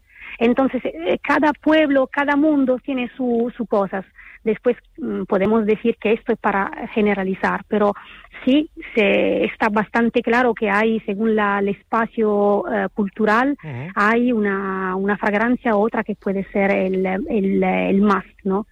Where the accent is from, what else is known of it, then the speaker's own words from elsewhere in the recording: Italy; yo soy de origen italiana